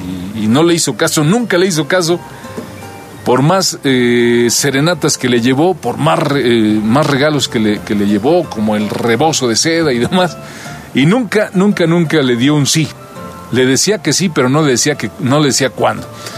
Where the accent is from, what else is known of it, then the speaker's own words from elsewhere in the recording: Mexico; Yo creo que todos los mexicanos conocemos